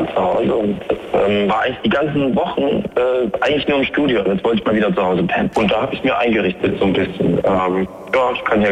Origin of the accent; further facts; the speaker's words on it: Erfurt, Thuringia, Germany; bleibe ich denn jetzt in meiner Heimatstadt Erfurt, gehe ich nochmal raus oder reise ich nochmal die Biografie an und ziehe in ein Land und mache einen Kaffee auf oder bleibe ich Musiker?